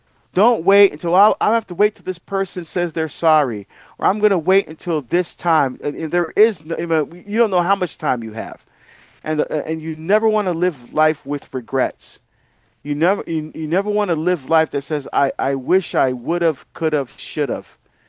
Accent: Barbados; moved away; I'm from Barbados, and I'm getting a chance to go home and visit family. Most of my family are still there.

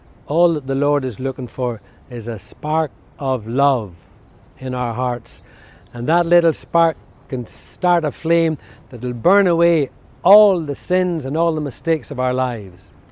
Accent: Ireland; The Father General of the Jesuits spoke in my home country of Ireland last year

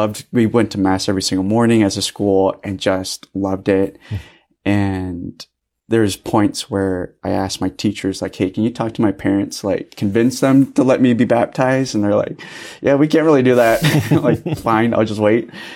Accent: Lincoln, Nebraska, United States; we grew up in. I was the only one born in Lincoln.

